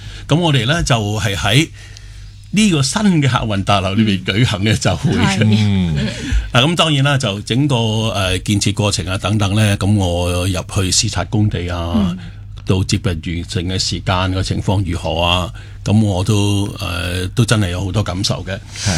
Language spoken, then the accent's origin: Cantonese; Hong Kong; 我哋香港人